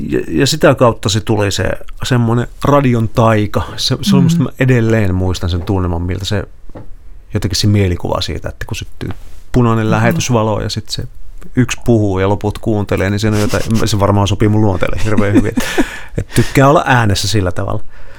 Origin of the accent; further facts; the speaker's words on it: Pieksämäki, South Savo, Finland; moved away; mä Pieksämäältä kotoisin ja Pieksämäellä oli paikallisradio.